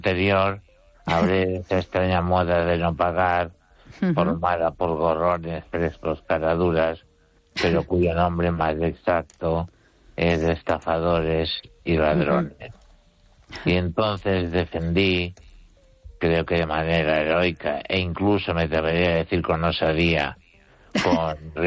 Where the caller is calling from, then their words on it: Ourense, Galicia, Spain; desde Orense.